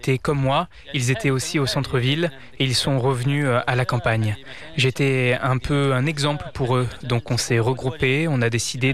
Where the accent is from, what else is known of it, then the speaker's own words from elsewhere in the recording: Tanger-Tetouan-Al Hoceima, Morocco; Je suis du Douart Ouajna, dans la province de l'Arache.